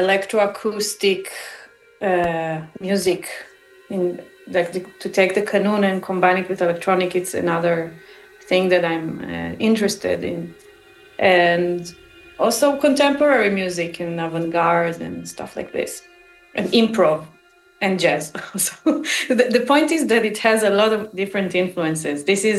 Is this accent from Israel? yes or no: yes; Israel; I was born and raised in Israel, to a Jewish family originally from Eastern Europe, but there was no connection to that music. And I was growing up in Israel, Palestine